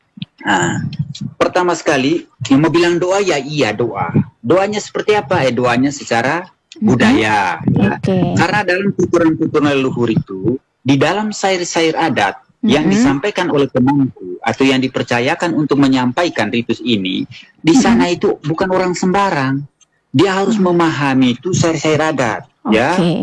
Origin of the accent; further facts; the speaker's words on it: East Nusa Tenggara, Indonesia; Oke, kalau selaku orang Manggarai, bagi orang-orang tua, memang dia pahami bahwa ada aturan-aturan khususnya.